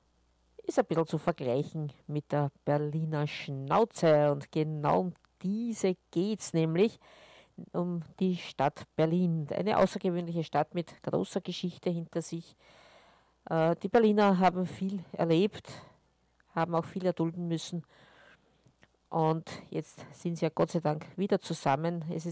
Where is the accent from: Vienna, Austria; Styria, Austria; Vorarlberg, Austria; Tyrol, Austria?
Vienna, Austria; Vorige Woche habe ich euch ja Wien vorgestellt, ein bisschen meine Heimatstadt.